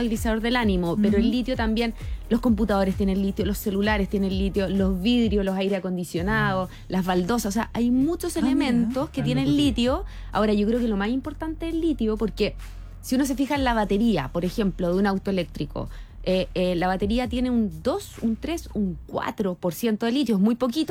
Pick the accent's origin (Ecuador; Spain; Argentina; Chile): Chile; somos tanto chilenos